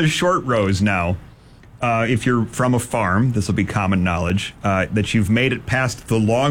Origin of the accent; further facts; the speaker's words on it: Michigan, United States; we're from Michigan.